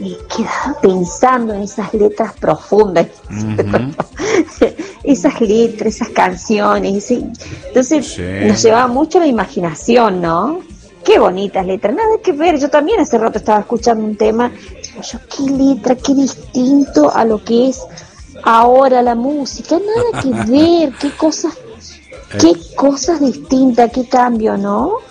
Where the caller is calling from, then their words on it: Villa Mercedes, San Luis, Argentina; de Villa Mercedes